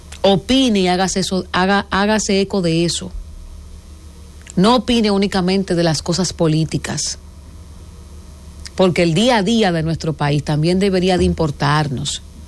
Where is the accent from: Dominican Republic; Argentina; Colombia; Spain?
Dominican Republic